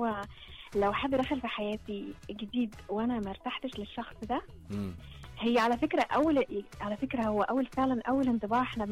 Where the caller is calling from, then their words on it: Sohag, Sohag Governorate, Egypt; accent: Sa'idi; انا من وانا صغيره، انا من سوهاج